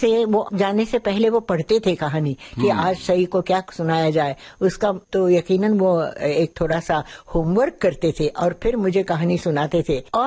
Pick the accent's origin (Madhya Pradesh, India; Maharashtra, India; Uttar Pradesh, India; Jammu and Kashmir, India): Uttar Pradesh, India; Lucknow; born there; اور اس لیے لکھنؤ میں میری پیدائش لکھنؤ کی ہے.